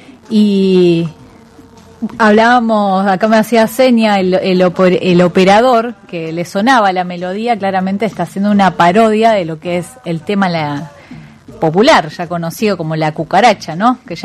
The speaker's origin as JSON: {"language": "Spanish", "country": "Argentina", "said": "no solo como argentinos, sino, bueno, también como latinoamericanos"}